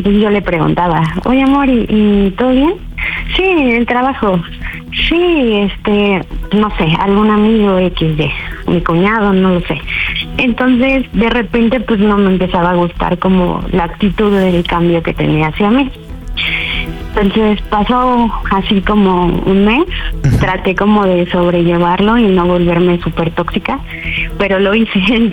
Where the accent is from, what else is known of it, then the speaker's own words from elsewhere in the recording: Cuernavaca, Morelos, Mexico; Tengo 38 años y soy de Cuernavaca.